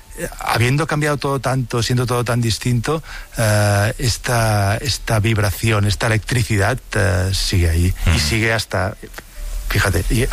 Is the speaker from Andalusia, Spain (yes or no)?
no; Barcelona, Catalonia, Spain; also born or lived in Paris; viendo de Barcelona, yo soy de Barcelona, o ya habiendo vivido en París